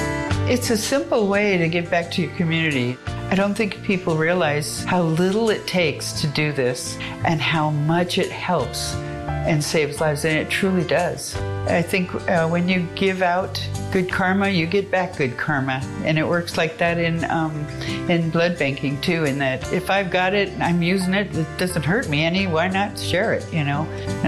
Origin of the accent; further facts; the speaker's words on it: Palmer, Alaska, United States; also born or lived in Oregon; When I grew up in Palmer, we had a walking blood bank, and I never got to donate. When I moved back up to Alaska from Oregon, I was looking for a job as a truck driver